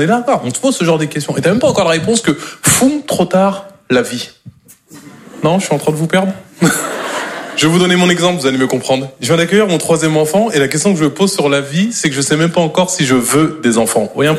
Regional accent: Normandy, France

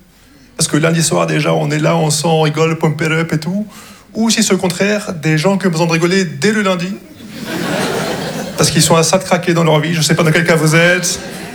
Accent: Casablanca, Casablanca-Settat, Morocco; now in France; Non, j'ai l'impression d'être un arabe undercover. Je viens de Casablanca. Et je parle comme si je venais du 16e.

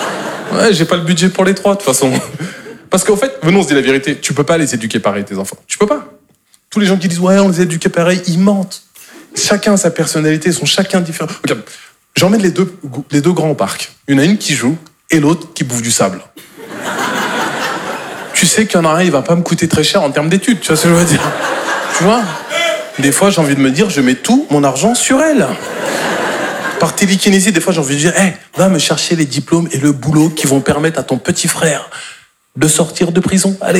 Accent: Normandy, France

